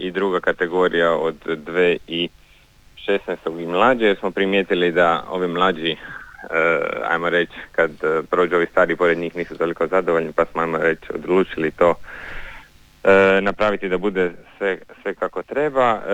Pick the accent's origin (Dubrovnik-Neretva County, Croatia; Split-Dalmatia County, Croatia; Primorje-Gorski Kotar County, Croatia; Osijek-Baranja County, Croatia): Primorje-Gorski Kotar County, Croatia; Od nas 10 lokalnih iz Cresa i iz Lošinja